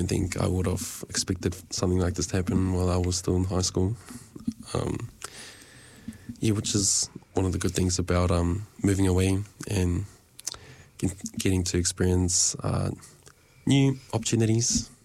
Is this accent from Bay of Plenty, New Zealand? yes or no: yes; Tauranga, Bay of Plenty, New Zealand; also born or lived in Opotiki / Wellington; now in Dunedin, New Zealand; we lived in Tauranga growing up. So I was like, we went to school in Tauranga and then sometimes went to Opotiki and then sometimes went to Wellington too.